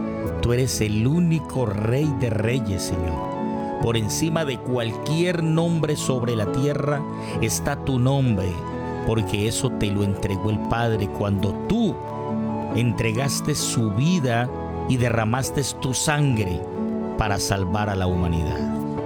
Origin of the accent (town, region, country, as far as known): Colombia